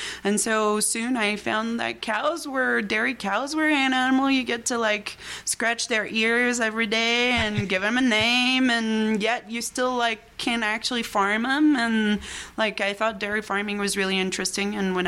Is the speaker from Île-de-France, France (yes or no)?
yes; Paris, Île-de-France, France; moved away as an adult; now in Smoot, United States; But I was born and raised in France by two passionate musicians, right in Paris, really.